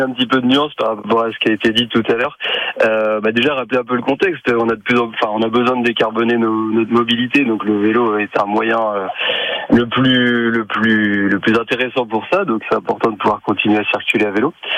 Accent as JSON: {"language": "French", "town": "Angers", "region": "Pays de la Loire", "country": "France", "tie": "born or raised there", "said": "je suis originaire d'Angers, en fait je suis en vacances dans le coin, ouais. À Miribel-les-Échelles"}